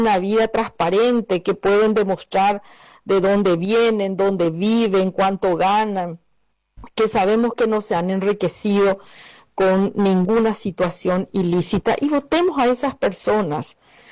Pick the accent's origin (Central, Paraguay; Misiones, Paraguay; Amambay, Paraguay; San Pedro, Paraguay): Central, Paraguay; Lambaré; quiero que mis hijos se queden en el Paraguay, quiero ser abuela en el Paraguay. Yo vivo en Lambaré